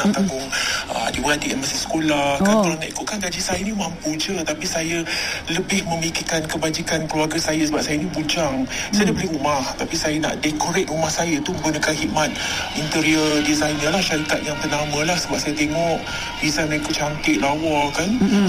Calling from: Petaling Jaya, Selangor, Malaysia; Ya, saya dari Kelani Jaya.

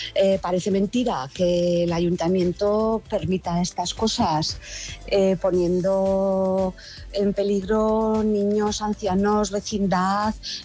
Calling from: Zaragoza, Aragon, Spain; soy una de tantos vecinos de Valdespartera

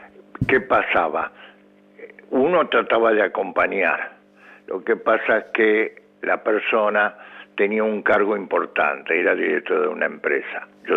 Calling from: Buenos Aires, Argentina; De acá, de Villa Urquiza.

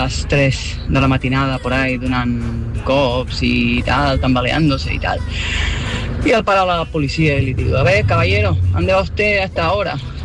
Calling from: Sant Climent, Catalonia, Spain; de Sant Climent.

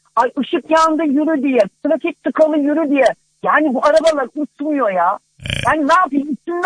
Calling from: Istanbul, Turkey; İstanbul Üsküdar'dan arıyorum.

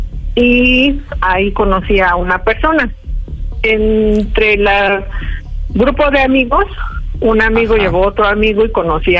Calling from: Zumpango, State of Mexico, Mexico; Tengo 40 años y soy de Zumpango, Estado de México.

